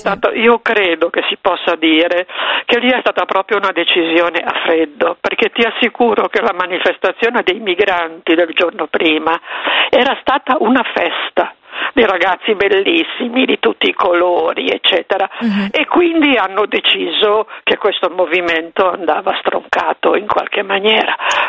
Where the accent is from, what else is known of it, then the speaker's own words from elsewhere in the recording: Genoa, Liguria, Italy; born there; now in Milan, Italy; Io sono abito a Milano, però sono nata a Genova e ho tutta la famiglia a Genova, quindi mm-hmm.